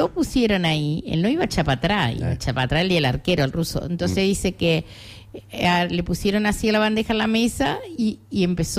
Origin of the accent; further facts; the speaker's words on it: Uruguay; como uruguayos y uruguayas